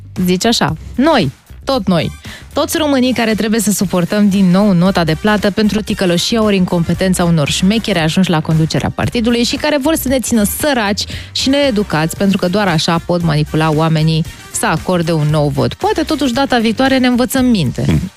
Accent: Romania; Că ne interesează și asta, că suntem români.

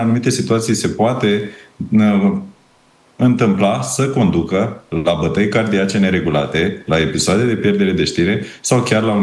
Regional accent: Romania; noi suntem mai protejați ca români

